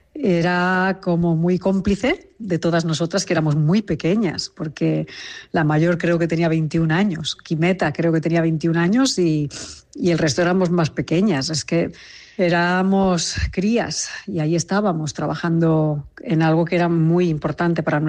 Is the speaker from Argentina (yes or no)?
no; Catalonia, Spain; porque soy catalana